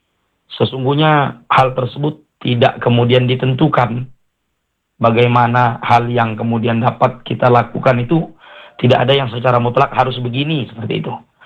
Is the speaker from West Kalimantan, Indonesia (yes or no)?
no; Palembang, South Sumatra, Indonesia; Kalau kata kita orang Palembang